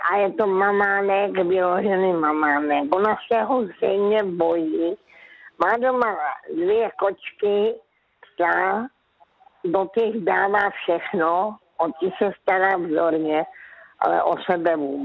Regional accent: Karolinka, Zlín Region, Czechia; protože já jsem se narodila v Karolince, to byla vesnice, když jsem se já narodila

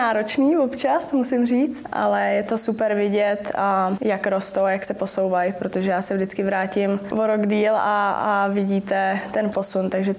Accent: České Budějovice, South Bohemian Region, Czechia; born there; also born or lived in Tábor / Milevsko; Jsem vlastně žila v Milevsku ještě s rodičema a s rodinou. Jsme se stěhovali do Budějc.

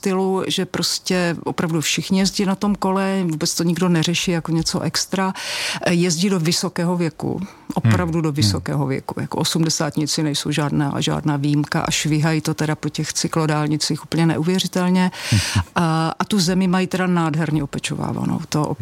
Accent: South Moravian Region, Czechia

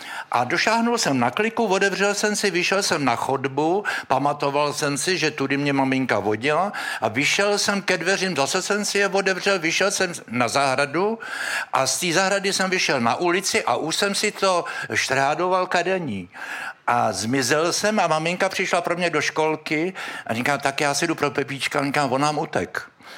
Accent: Kadaň, Ústí nad Labem Region, Czechia; also born or lived in Vysočina; 45. rok a my jsme se přestěhovali z Vysočiny do Kadaně, to bylo pohraničí, to byly Sudety vlastně a měsíc po válce, jo.

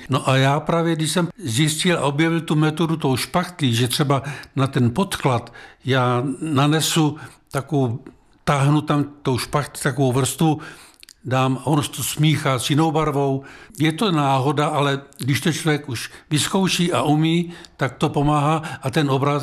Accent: Senožaty, Vysočina Region, Czechia; moved away as an adult; now in Vlašim area, Czech Republic; Já jsem z Vysočiny, předhůří Vysočiny, kraj Zálesí, Želivky, Humpolecko a tam je ta moje rodná obec Senožaty.

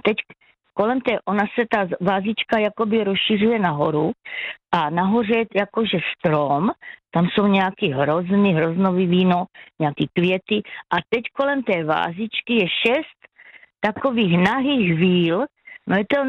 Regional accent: Olomouc, Olomouc Region, Czechia; Ano, já jsem z Olomouce Radíkov

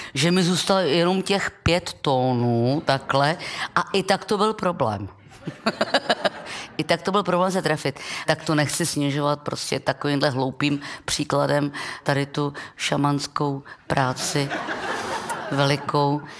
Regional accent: České Budějovice, South Bohemian Region, Czechia; Já jsem třeba z Budějc, u nás v Budějcích cymbal vůbec neexistuje, jo.

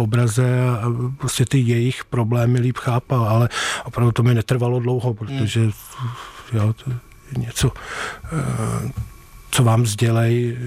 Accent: Prague, Czechia; tak jsem na všechno koukal optikou Prahy, protože jsem z Prahy celý život, jsem prožil v Praze

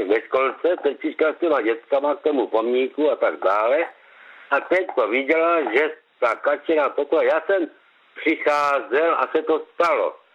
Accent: Krnov, Moravian-Silesian Region, Czechia; Já jsem rodák z Krnova

